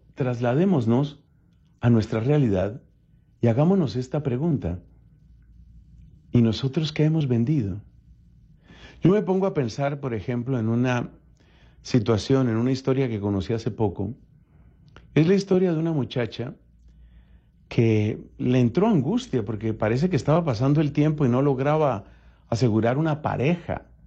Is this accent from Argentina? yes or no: no; Colombia; mi país, Colombia